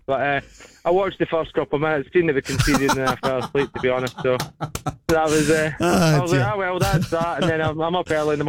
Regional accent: Northern Ireland, United Kingdom; born there; now in Scotland; I'm actually born from Northern Ireland

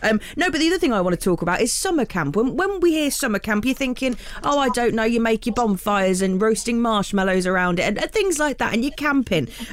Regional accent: Dudley, West Midlands, United Kingdom; I think we'll get on just fine. I'm from Dudley

